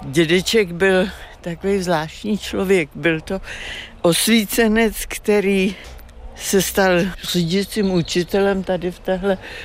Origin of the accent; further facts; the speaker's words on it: Prague, Czechia; born there; Není to teda moje rodná ves. Já jsem se narodila v Praze, ale narodil se tady můj tatínek.